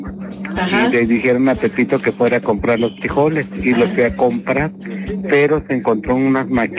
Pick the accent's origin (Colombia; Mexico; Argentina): Mexico; Metapa, Chiapas; soy de Metapa.